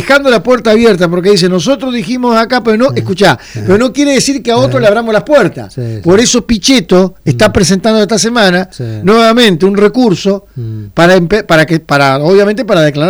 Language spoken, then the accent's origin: Spanish; Argentina; me afecta a mí como argentino.